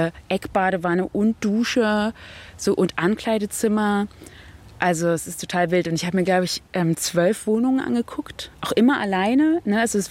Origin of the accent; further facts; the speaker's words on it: Berlin, Germany; Ich bin 38 Jahre alt und bin richtig gebürtige Berlinerin. Also meine Familie ist seit 5 Generationen in Friedrichshain geboren. Und ich bin sozusagen richtig doll verwurzelt.